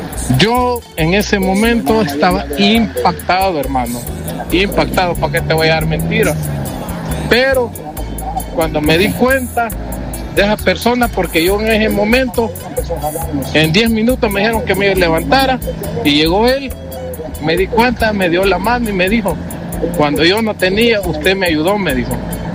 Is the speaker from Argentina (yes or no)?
no; El Salvador; como todo salvadoreño, estoy vivo gracias a una llamada.